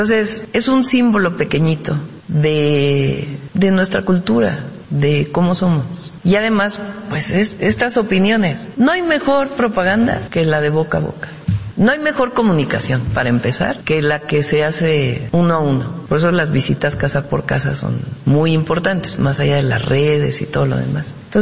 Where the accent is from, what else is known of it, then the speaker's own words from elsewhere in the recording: Mexico; Es que habla de cómo somos los mexicanos.